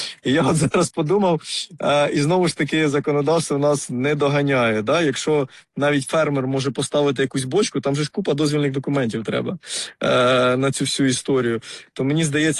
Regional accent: Poltava Oblast, Ukraine; в нас Полтавщина видобуток газу

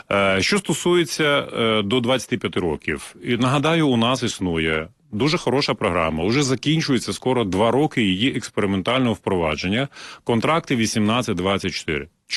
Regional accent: Luhansk Oblast, Ukraine; moved away; я народився і виріс на Донбасі, на Луганщині

